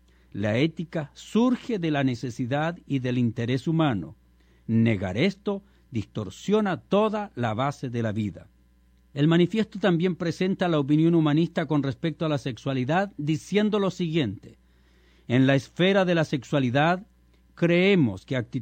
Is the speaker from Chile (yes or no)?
yes; Chile; en mi país en Chile